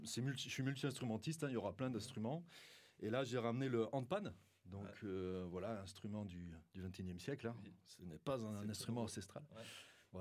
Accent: Occitanie, France; parce que moi je viens des Cévennes.

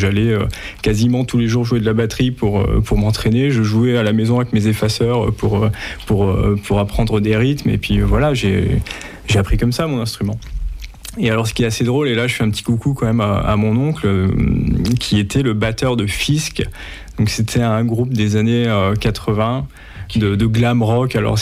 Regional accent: Grand Est, France; Alors moi, je suis originaire de Lorraine, dans le nord-est de la France. J'ai commencé la musique à 13-14 ans

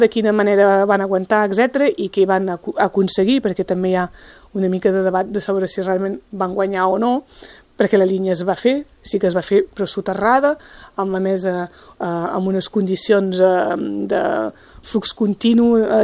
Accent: Baó, Occitania, France; Això és perquè sóc de Baó i que m'ha sortit del poble.

